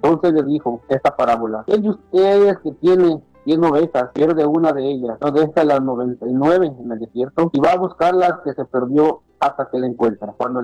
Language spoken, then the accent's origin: Spanish; Chiapas, Mexico; now in Illinois, United States; yo soy del estado de Chiapas, México, y por ahí acá en el estado de Illinois, Estados Unidos. Tengo 35 años.